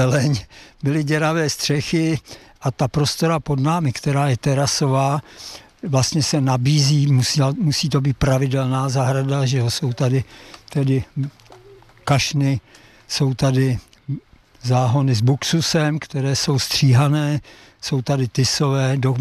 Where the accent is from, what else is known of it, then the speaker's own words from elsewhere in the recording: Liberec, Liberec Region, Czechia; moved away; Já jsem se narodil v Liberci vedle botanické zahrady.